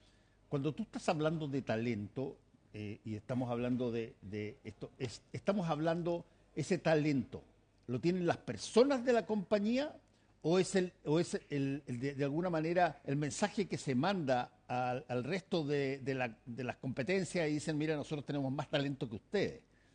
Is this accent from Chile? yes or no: yes; Chile; ¿Y qué tan talentosos somos los chilenos?